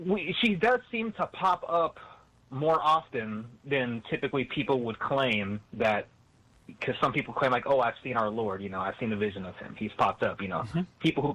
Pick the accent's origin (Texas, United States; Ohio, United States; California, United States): Texas, United States; growing up in Southern Texas, like there's predominantly Hispanic demographic, and you see images of, you know, Lady Guadalupe everywhere.